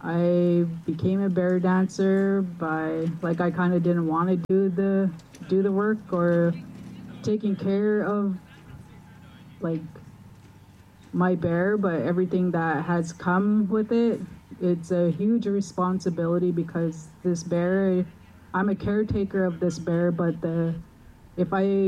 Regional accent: Lillooet, British Columbia, Canada; moved away as an adult; I moved back from my hometown, Lillooet.

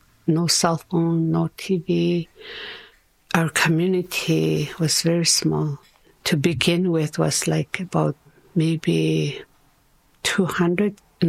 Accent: Délı̨nę, Northwest Territories, Canada; I'm from Delene, where the Great Bear Lake is beautiful. Huge, huge lake.

